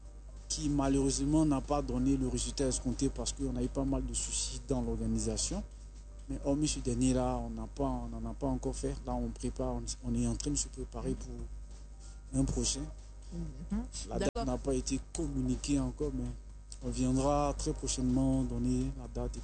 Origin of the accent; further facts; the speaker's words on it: Bobo-Dioulasso, Hauts-Bassins, Burkina Faso; also born or lived in Yopougon, Côte d'Ivoire; moi je suis né à Poy, à Yopougon, j'ai grandi à Bobo, tu vois.